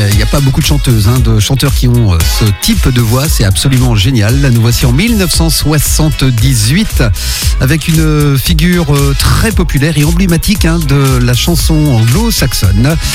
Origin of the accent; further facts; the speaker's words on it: France; chez nous en France